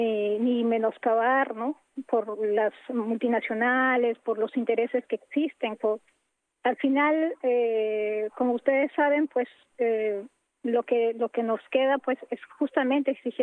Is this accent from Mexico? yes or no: no; Peru; moved away; nosotros como peruanos en el extranjero, se hace a través de nuestra coordinadora regional